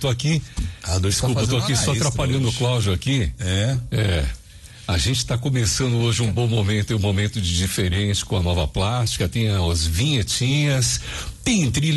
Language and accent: Portuguese; Portugal; Eu lembrei da minha filhinha é portuguesa também como eu, pá.